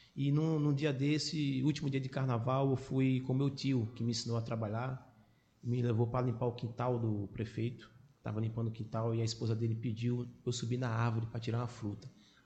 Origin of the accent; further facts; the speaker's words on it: União dos Palmares, Alagoas, Brazil; moved away; Eu sou do interior de Alagoas, né? De uma cidade chamada União dos Pomares, terra de Zumbi dos Pomares